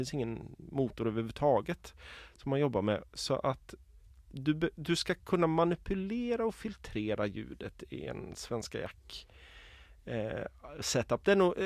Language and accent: Swedish; Borås, Västra Götaland County, Sweden; Det är där jag kommer ifrån, ja.